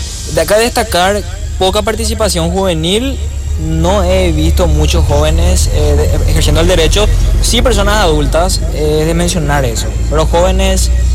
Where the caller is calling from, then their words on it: Tarumandy, Central, Paraguay; aquí en la ciudad de Tarumande.